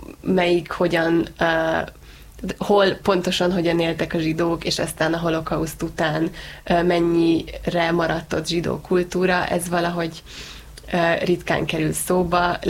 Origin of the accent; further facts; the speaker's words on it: Hungary; én így próbáltam beépülni a fiatal zsidó közösségekbe Amerikában, és megtudták, hogy Magyarországról jövök